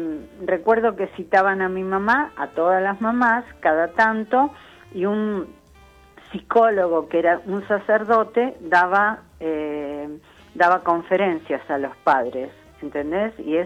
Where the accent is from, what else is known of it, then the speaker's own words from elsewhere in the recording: Lanús, Buenos Aires Province, Argentina; Pero yo me crié en Lanús.